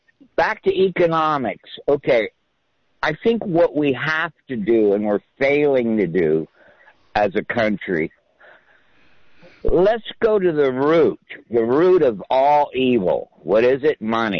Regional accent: Pacifica, California, United States; also born or lived in San Francisco; My dad bought a house that's worth $1 million now for $18,500 in Pacifica in 1959. Yeah, we moved from San Francisco down the coast. Pacifica, oh, that was a nice little place to grow up.

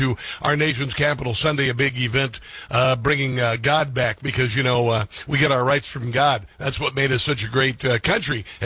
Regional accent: Iowa, United States; now in Washington, United States; Now, I know you're thinking, well, I grew up in Iowa. Isn't Iowa beautiful?

